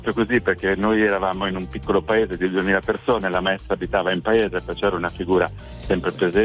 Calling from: Marche, Italy; Io chiamo dalla provincia di Ancona.

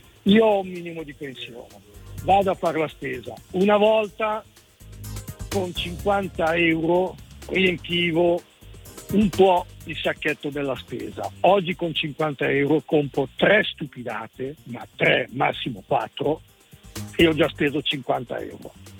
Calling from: Lombardy, Italy; Io da Bergamo, dalla provincia di Bergamo.

